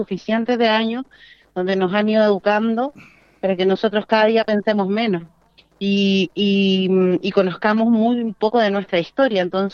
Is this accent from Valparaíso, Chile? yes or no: no; Santiago, Santiago Metropolitan Region, Chile; vengo de Santiago, de un lugar, una comuna que se llama Renca